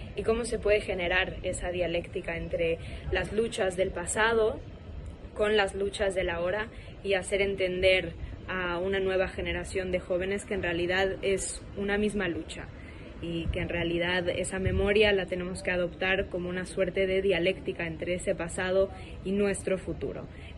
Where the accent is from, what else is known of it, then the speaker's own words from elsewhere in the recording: Mexico; Yo te hablo como mexicana y como admiradora de tu trabajo.